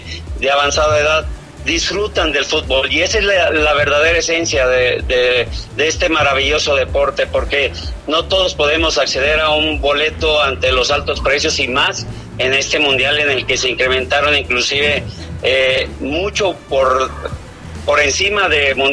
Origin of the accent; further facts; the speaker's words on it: Mexico; esas actividades que uno como mexicano realiza en cualquier partido de barrio.